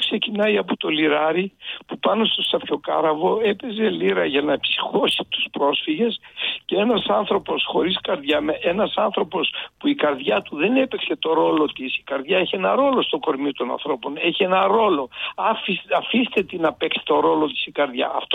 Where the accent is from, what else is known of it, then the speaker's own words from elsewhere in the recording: Greece; born there; Εγώ γεννήθηκα εκεί λοιπόν, στην Ετωράχια Λασσόνας, εκεί όμως γεννήθηκαν και οι γονείς μου.